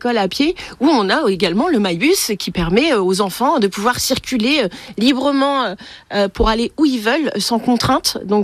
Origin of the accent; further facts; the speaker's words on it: Mayenne, Pays de la Loire, France; also born or lived in Angers; Je suis juste partie quelques années à Angers, puisque j'ai fait une fac de géographie. Mais je suis vite revenue aux valeurs de la Mayenne quand même.